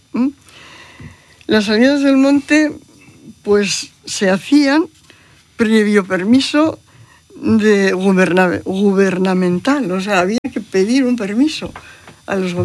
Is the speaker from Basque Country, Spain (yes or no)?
yes; Vitoria-Gasteiz, Basque Country, Spain; nosotros tenemos un grupo, que somos todos del Gasteiz también